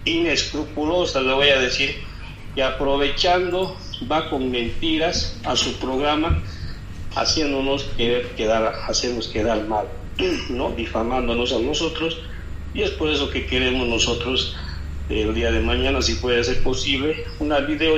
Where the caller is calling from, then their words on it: Bolivia; como boliviano, como no beniano, no nací en el Beni, pero me siento como un beniano